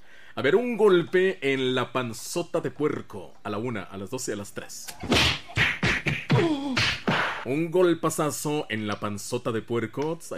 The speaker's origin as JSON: {"language": "Spanish", "country": "Mexico", "said": "La música que nos caracteriza como mexicanos."}